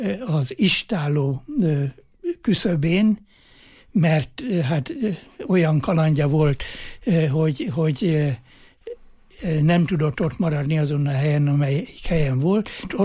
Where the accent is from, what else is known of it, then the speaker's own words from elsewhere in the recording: Heves, Hungary; moved away; hát én ebből a kis hevesi faluból származom, ott voltam gyerek